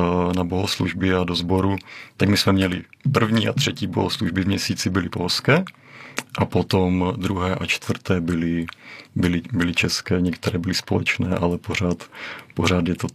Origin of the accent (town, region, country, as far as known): Moravian-Silesian Region, Czechia